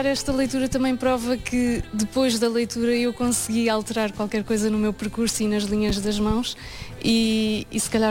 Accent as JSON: {"language": "Portuguese", "region": "Leiria", "country": "Portugal", "tie": "born or raised there", "said": "eu sou de Leiria, sou daqui ao pé e também passava aqui algum tempo enquanto criança."}